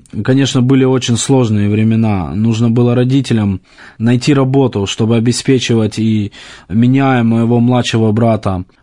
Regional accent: Ukraine; now in Philadelphia, United States; я из Украины, уже 19 лет живу в Соединенных Штатах Америки, и мы с семьей эмигрировали в 1989 году.

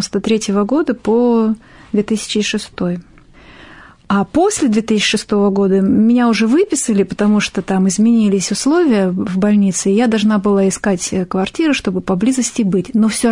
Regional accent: Izmail, Odesa Oblast, Ukraine; У нас был храм в Измаиле

